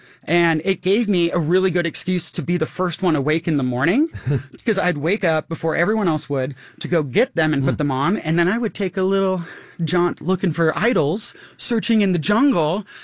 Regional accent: Colorado, United States; even though I'm from Colorado

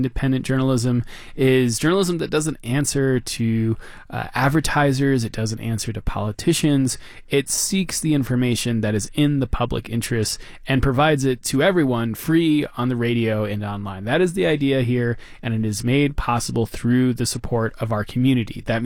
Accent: Denver, Colorado, United States; my hometown of Denver, Colorado

